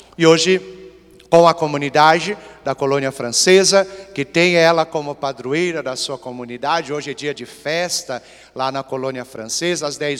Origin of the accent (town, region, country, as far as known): Brazil; also born or lived in Mexico